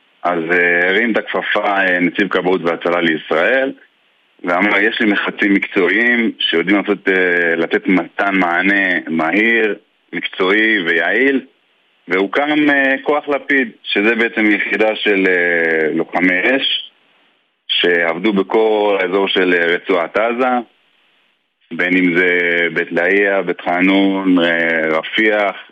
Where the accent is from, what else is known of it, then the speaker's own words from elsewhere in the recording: Beit Shemesh, Jerusalem District, Israel; זה האירוע שהיה לנו בבית שמש, שנפל הטיל על מקלט, שזה בעצם אזור פסטורלי, אזור שכולנו מכירים, אזור שגדלתי בו